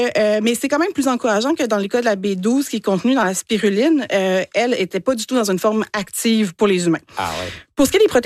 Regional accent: Quebec, Canada; Tu sais, moi, je suis gaspésienne, fait que là, j'ai un gros biais par rapport aux algues.

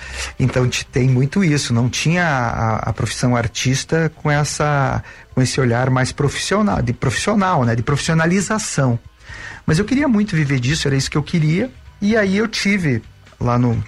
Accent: Colombo, Paraná, Brazil; eu sou da região metropolitana, eu sou de Colombo, né? É, e eu morava no sítio, né?

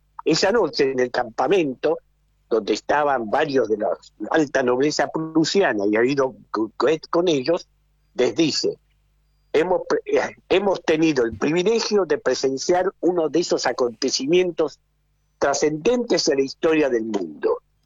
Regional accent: Argentina; los argentinos creemos en el derecho de nacimiento, el jus soli.

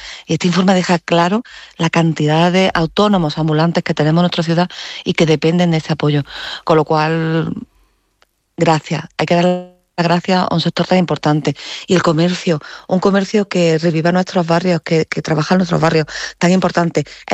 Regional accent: Córdoba, Andalusia, Spain; los cordobeses

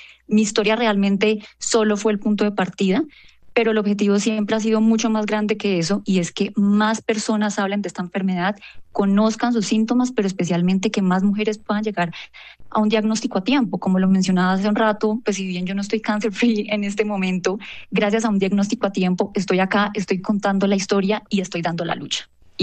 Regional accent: Cúcuta, Norte de Santander, Colombia; now in Bogotá, Colombia

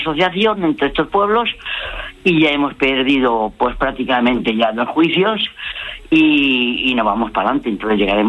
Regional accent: Villares de Órbigo, Castile and León, Spain; nací aquí en Villares de Órbigo, y entonces pues tenemos unos huertos pues preciosos. Además, mi pueblo vivió toda la vida de la huerta.

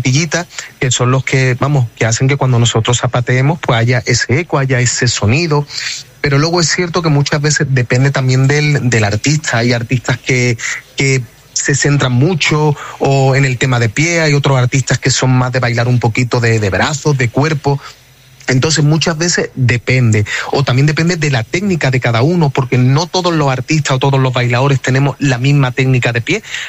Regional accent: Granada, Andalusia, Spain; porque yo soy de Granada, del barrio del Sacromonte

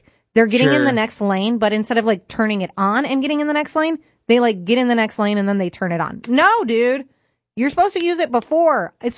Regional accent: Illinois, United States; I am from Illinois

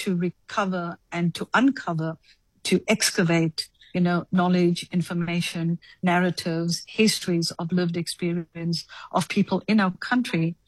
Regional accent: Cape Town, Western Cape, South Africa; also born or lived in District Six, Cape Town; we were forcibly removed to Lavender Hill on the 4th of August, 1973. So I grew up in Lavender Hill. I went to Steinberg High School.

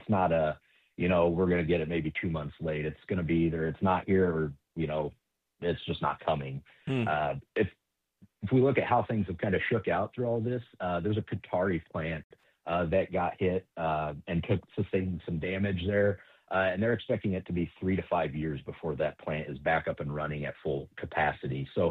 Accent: Gibson City, Illinois, United States; now in Bloomington, United States; I'm actually based in Bloomington, but my hometown is Sisson Park, Illinois.

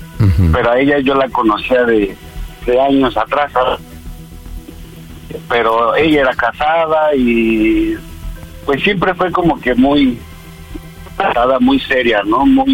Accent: Nepantla, State of Mexico, Mexico; 42 años, soy de Nepantla.

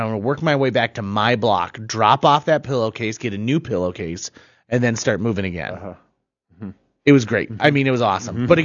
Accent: United States; Dude, I also grew up in the Clara Barton area

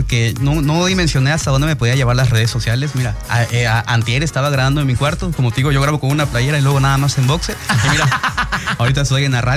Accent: Mexico; como buen mexicano pobre, no tenía datos

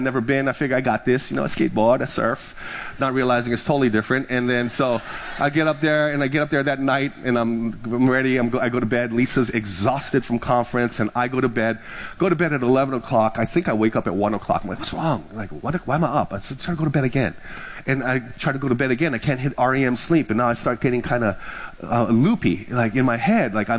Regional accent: Big Island, Hawaii, United States; I'm from the Big Island.

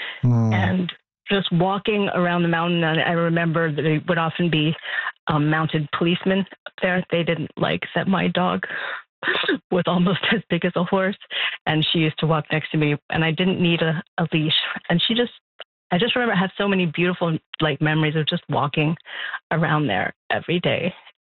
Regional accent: Montreal, Quebec, Canada; now in Baie-D'Urfé, Canada; I was born and raised in Montreal, and I started off living in NDG, and then I moved to Lower Westmount, and then I lived downtown back when rent was cheap enough to rent an apartment down there in your youth.

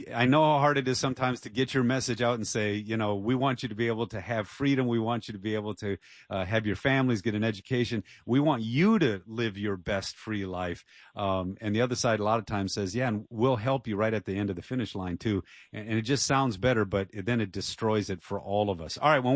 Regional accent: Detroit, Michigan, United States

